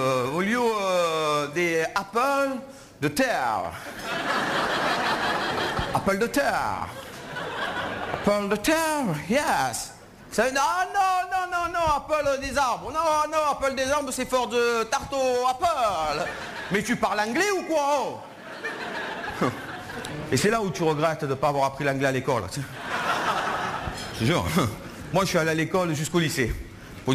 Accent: France; on leur a dit « Oui, on va vous faire la cuisine, on est français, vous inquiétez pas, laissez-nous faire, tout ça.

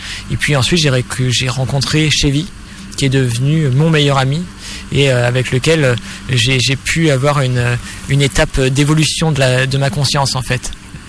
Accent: Normandy, France; Voilà, ça fascine, on se dit chez moi en Normandie il neige pas, ça doit être du gâteau quoi.

